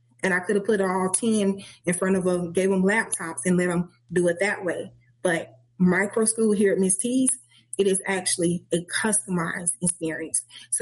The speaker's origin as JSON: {"language": "English", "town": "Birmingham", "region": "Alabama", "country": "United States", "tie": "born or raised there", "said": "I was born in Birmingham, Alabama. That same Birmingham where them babies was bombed at."}